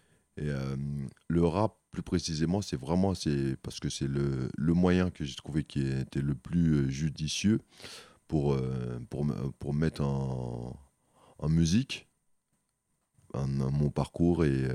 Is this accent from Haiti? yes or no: yes; Haiti; je viens d'Haïti, donc j'ai toujours été bercé par les rythmes des îles, que ce soit du zouk, compas